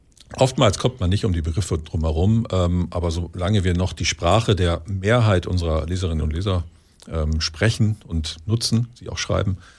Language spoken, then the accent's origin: German; Lüchow-Dannenberg, Lower Saxony, Germany; moved away as an adult; Ich komme übrigens, also wenn ich hier sage, dann meine ich meine Heimat, das ist das östliche Niedersachsen. Ich komme ursprünglich aus dem Wendland, Lüchow-Dannenberg, bin da auch groß geworden.